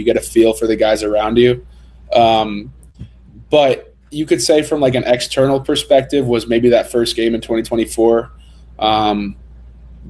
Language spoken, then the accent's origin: English; Boston, Massachusetts, United States; now in Tennessee, United States; I'm from Boston, and I've never really thought about playing football until I played it